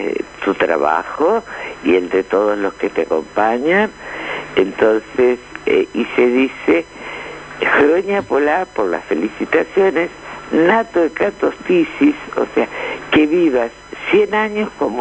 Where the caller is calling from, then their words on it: Greece; de Grecia.